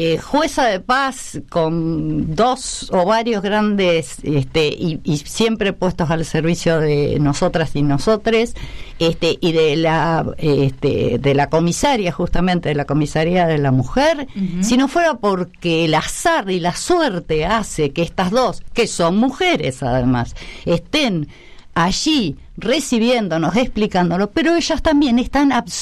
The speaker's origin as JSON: {"language": "Spanish", "town": "Mercedes", "region": "Buenos Aires Province", "country": "Argentina", "tie": "born there", "said": "Básicamente, yo soy bonaerense, soy nacida en Mercedes, provincia de Buenos Aires. Hija única"}